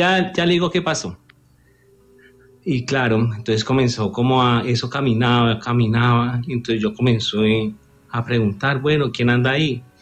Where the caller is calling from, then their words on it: Ibagué, Tolima, Colombia; Me comunico acá desde Ibagué